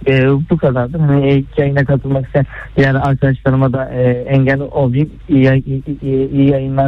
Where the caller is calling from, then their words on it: Istanbul, Turkey; İstanbul'dan katılıyorum.